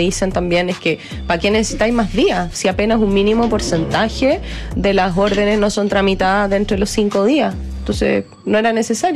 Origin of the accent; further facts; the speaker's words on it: Antofagasta, Chile; moved away as an adult; yo soy del norte, yo nací en Antofagasta, estudié mi colegio, universidad, casi hasta el final, digamos, hasta cuarto año. Entonces, yo me fui a los 21 años, 20 años de Antofagasta. Aún tengo familia viviendo allá, tengo en Arica, en Iquique también.